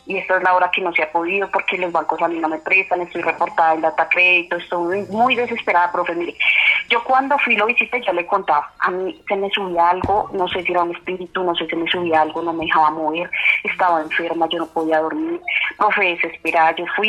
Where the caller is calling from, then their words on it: Antioquia, Colombia; Por acá es de la Sierra